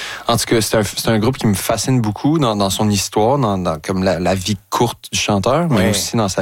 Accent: Longueuil, Quebec, Canada; Moi, j'ai grandi dans le Vieux-Longueuil, puis lui aussi, il habitait là.

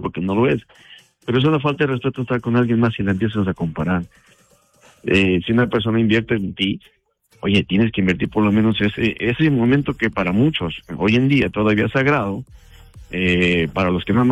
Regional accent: Mexico; ella pensaba que yo soy de Brasil o de algún lado por allá, nunca pensé que fuera mexicano.

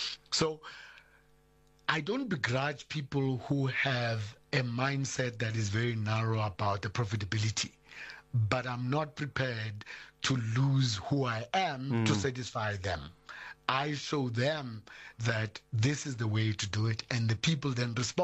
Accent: South Africa; both either in my Xhosa tradition, or when I extend it to being a South African, or extend it to being an African

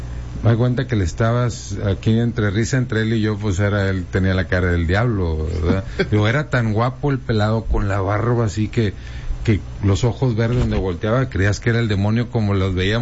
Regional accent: northern Mexico, Mexico; moved away; also born or lived in Florence, Italy; Porque somos norteños.

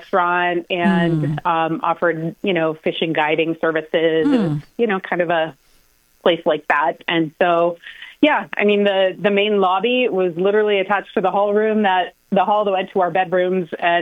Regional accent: Maine, United States; But I grew up in rural Maine. My parents owned a fishing lodge on the Maine and Canadian border. Mm. So it was very, very rural.

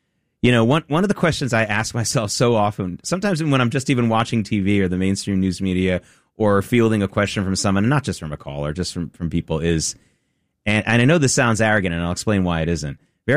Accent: Norfolk, Virginia, United States; I grew up in Norfolk, Virginia, our biggest naval town. I've heard this story since I was 10 years old

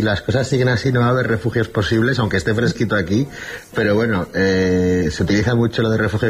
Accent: Oviedo, Asturias, Spain; Sí, sigo en Oviedo, en mi ciudad natal.

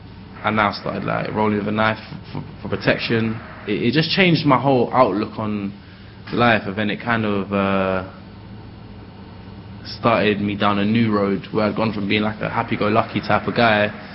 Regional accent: London, United Kingdom; to see how privileged you are to have been growing up in London

